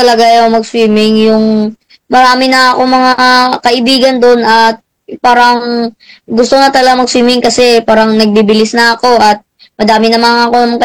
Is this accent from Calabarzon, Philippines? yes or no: no; Cadiz City, Western Visayas, Philippines; Negros sa Cadiz City.